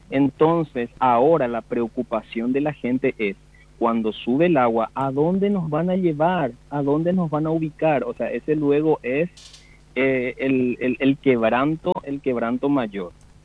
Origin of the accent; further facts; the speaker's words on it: Asunción, Paraguay; yo nací en el Bañado Tacumbú